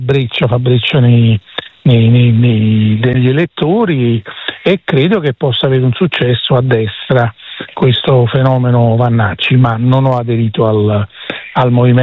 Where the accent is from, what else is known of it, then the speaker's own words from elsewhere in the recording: Naples, Campania, Italy; la mia appartenenza al Mezzogiorno d'Italia e alla patria della civiltà, che credo che sia la città di Napoli, che è la capitale del Mediterraneo